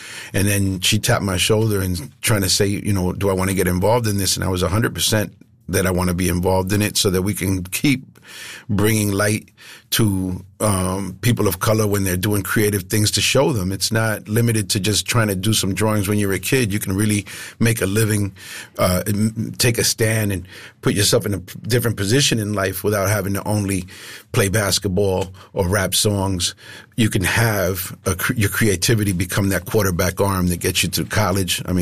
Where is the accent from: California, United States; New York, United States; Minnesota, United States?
New York, United States; moved away; I've heard about this place. I'm a transplant from New York.